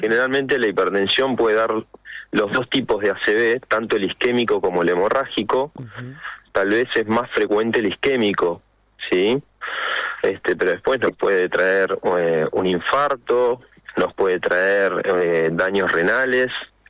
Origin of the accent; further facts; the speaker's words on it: Argentina; como somos nosotros los argentinos